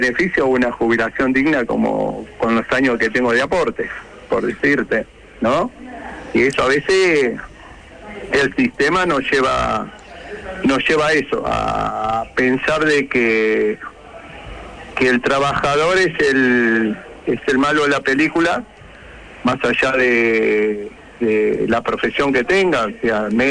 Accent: Argentina; Y creo que ahí le estamos cerrando como sociedad y como ciudadano y como argentino, le estamos errando muchísimo, ¿no?

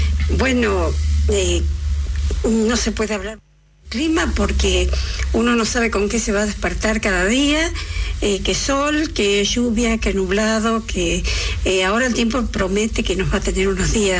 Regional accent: General Ramírez, Entre Ríos, Argentina; now in Paraná, Argentina; toda la gente de Ramírez, mi pueblo

